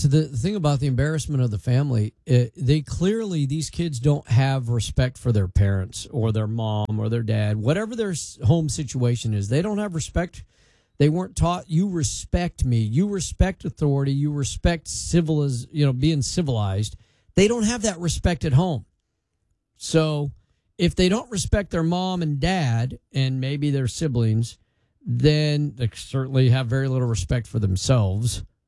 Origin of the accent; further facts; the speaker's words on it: Colorado, United States; there was Coors Barley, was a big agriculture community where I grew up in Colorado.